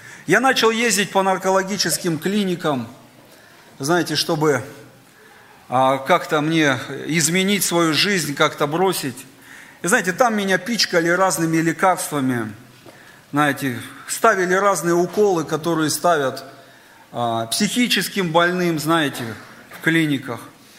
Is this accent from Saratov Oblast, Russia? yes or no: no; Novosibirsk, Novosibirsk Oblast, Russia; moved away as an adult; now in Volgograd, Russia; Сам я родом из Новосибирска. Это город, это Сибирь, это такой, как столица Сибири, можно сказать, да, то есть около 20 лет я прожил там.